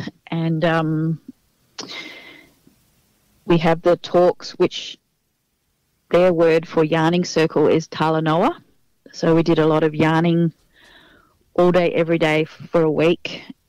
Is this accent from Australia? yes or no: yes; Australia; because I'm a born traveler, like I grew up traveling all around Australia